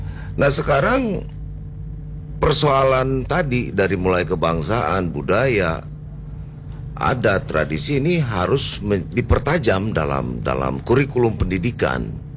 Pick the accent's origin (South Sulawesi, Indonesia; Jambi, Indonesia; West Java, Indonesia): West Java, Indonesia; Misal kami sebagai orang Sunda seharusnya punya keterikatan, misal menggunakan bahasa Sunda lah di rumah mah gitu.